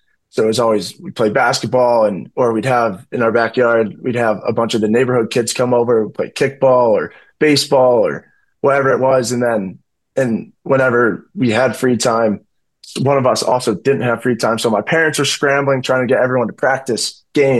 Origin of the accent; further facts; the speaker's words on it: Chicago, Illinois, United States; I'm from Chicago, I'm a diehard Bears fan.